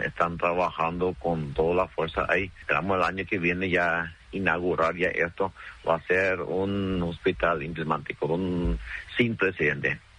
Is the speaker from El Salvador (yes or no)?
no; Paraguay; desde muy pequeño ya para que instalamos esa identidad paraguaya y que mantengamos esa cultura, que somos paraguayos idénticos.